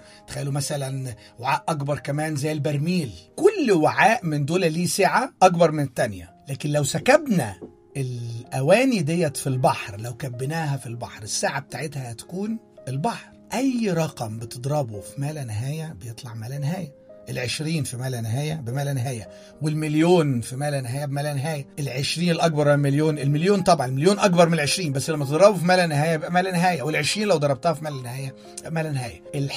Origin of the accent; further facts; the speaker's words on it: Egypt; المشروب دوت مشهور جدا عندنا في مصر.